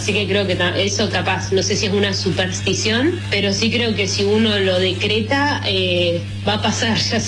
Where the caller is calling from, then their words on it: Buenos Aires, Argentina; de Almagro.